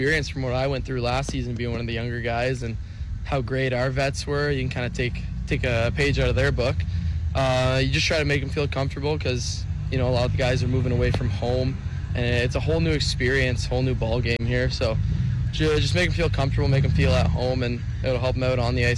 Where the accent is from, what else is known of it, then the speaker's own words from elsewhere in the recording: Kemptville, Ontario, Canada; being a kid growing up in Kempville